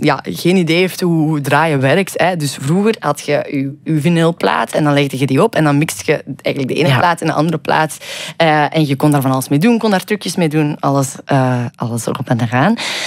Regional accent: Belgium; Ik vind eigenlijk dat we daar veel trotser op mogen zijn als Belgen.

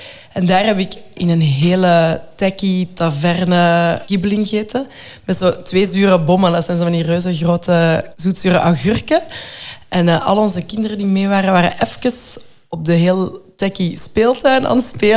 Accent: Leuven, Flanders, Belgium; Ja, wij komen allebei uit Leuven, Rinus en ik.

